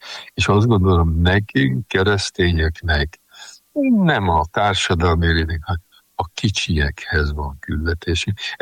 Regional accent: Sopron, Győr-Moson-Sopron, Hungary; hát most soproni vagyok

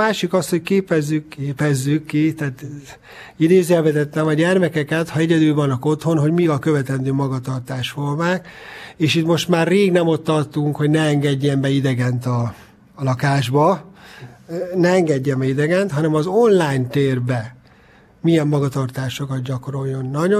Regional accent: Hungary; mi magyarok vagyunk

